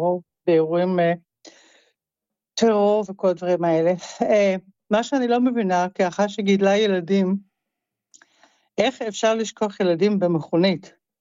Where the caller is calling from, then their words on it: Netherlands; אני מדברת מהולנד